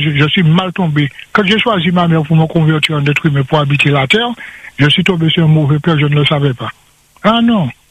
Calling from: Martinique

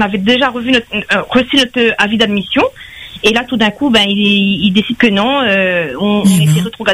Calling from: Saint-Joseph, Réunion; Moi, je viens de Saint-Joseph

